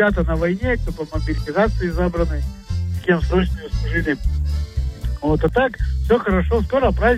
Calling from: Kirov, Kirov Oblast, Russia; Из Кирова.

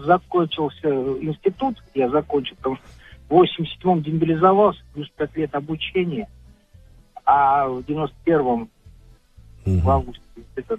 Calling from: Saratov, Saratov Oblast, Russia; Оттуда призывался, тут же и живу

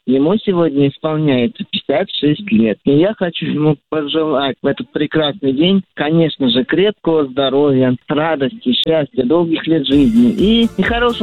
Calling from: Krasnodonsky, Volgograd Oblast, Russia; Я из Соловлинского района, хутора Краснодонского, Волгоградской области.

